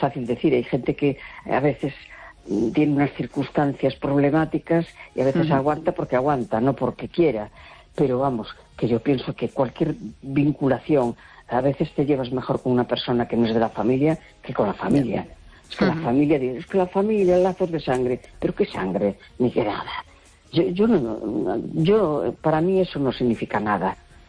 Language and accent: Spanish; A Coruña, Galicia, Spain